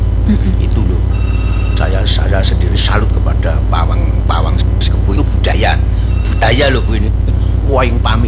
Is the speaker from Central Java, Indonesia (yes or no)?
yes; Boyolali, Central Java, Indonesia; Saya kan orang Boyolali.